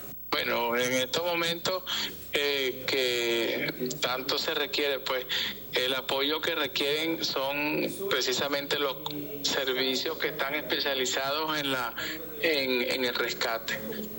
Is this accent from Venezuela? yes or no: yes; Venezuela